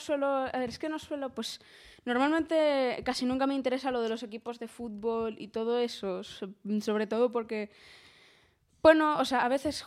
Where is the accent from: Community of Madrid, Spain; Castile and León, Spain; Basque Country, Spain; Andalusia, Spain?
Community of Madrid, Spain; Madrid; now in Oviedo, Spain; En realidad soy de Madrid, de por allí. Por más que les sorprenda, no nací en Oviedo ni en Asturias. Nací en Madrid, solamente que nos mudamos aquí, Oviedo, hace unos años.